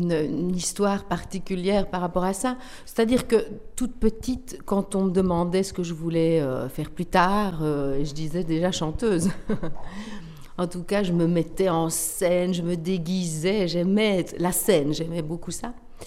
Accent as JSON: {"language": "French", "town": "Verviers", "region": "Wallonia", "country": "Belgium", "tie": "born there", "said": "Oui, tout à fait, je suis née à Verviers, oui."}